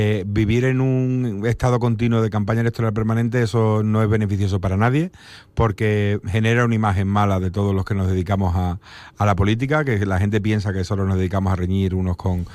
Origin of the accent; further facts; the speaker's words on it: Extremadura, Spain; Yo creo que los extremeños, y cada vez más, nos sentimos extremeños, independientemente de que seamos de Badajoz o seamos de Cáceres.